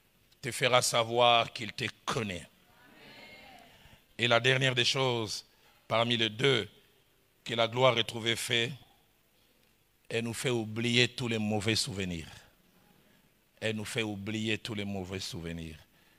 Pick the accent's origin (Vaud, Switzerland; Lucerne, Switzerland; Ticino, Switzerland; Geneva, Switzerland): Vaud, Switzerland; Lausanne; j'ai grandi à Lausanne.